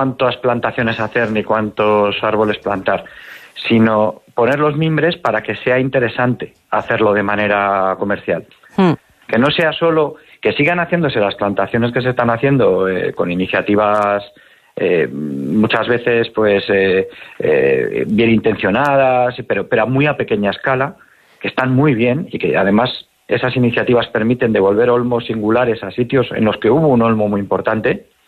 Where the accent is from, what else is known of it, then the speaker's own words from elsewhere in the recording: Soria, Castile and León, Spain; estoy yo, que soy soriano, aunque mi empresa está en Burgos, pero yo trabajo en todo el territorio y soy de Soria.